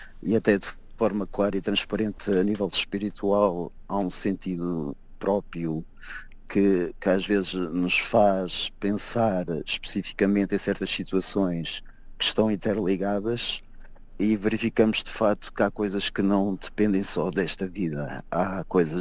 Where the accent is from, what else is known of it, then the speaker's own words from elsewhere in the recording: Portugal; eu sou português mesmo de nascença, da parte do meu pai e de origens africanas também.